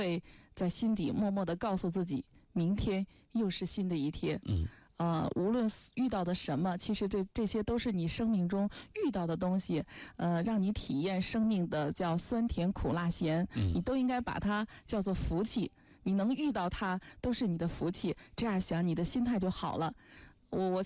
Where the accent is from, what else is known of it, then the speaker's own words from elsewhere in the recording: Miyun County, Beijing, China; 我在这个北京的城区里面工作，然后我是在北京的，就是我的家乡在北京的郊区密云县。也是在一个村子里面。